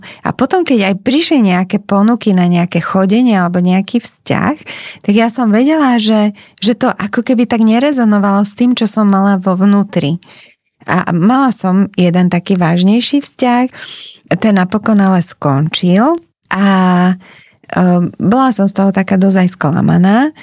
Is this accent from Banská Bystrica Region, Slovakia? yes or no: no; Bratislava, Bratislava Region, Slovakia; Ja som z Bratislavy.